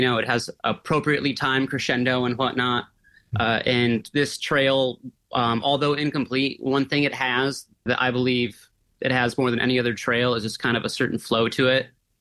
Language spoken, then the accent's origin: English; Alaska, United States; To give some context, I was born in Alaska. I'm from Alaska. But my family moved around a lot.